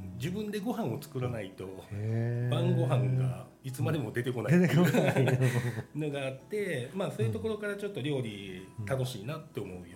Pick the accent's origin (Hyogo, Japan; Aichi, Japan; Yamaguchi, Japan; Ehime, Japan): Hyogo, Japan; Akashi; 明石にはなるんですけど、うん、西明石の方ですね